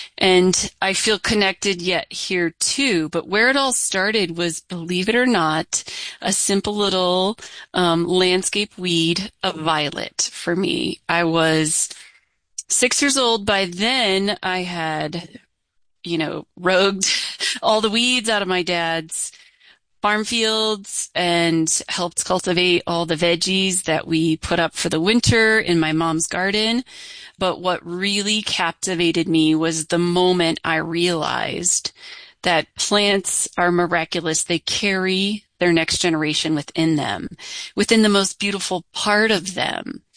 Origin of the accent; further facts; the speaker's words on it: Clinton County, Iowa, United States; now in Colorado, United States; I'm a transplant to Colorado. I was born and raised in Iowa, Eastern Iowa, Clinton County, and on a small family farm.